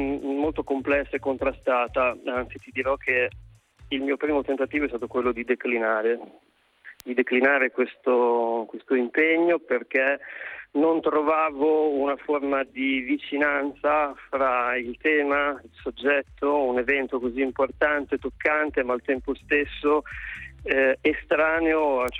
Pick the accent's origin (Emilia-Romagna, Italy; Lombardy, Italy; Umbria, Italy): Emilia-Romagna, Italy; sono romagnolo